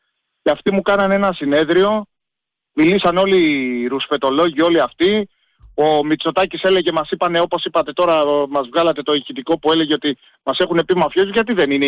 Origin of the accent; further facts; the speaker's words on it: Eastern Macedonia and Thrace, Greece; Καταρχήν, επειδή εγώ κατάγομαι από τον Εύρο, κατάγομαι.